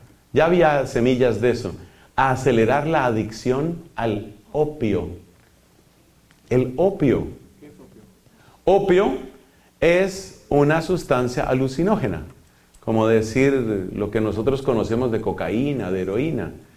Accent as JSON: {"language": "Spanish", "country": "Colombia", "said": "En mi país, para vergüenza de Colombia"}